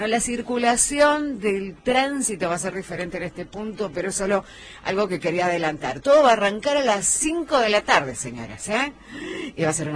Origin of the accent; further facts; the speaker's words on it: Jujuy, Argentina; nuestro suelo jujeño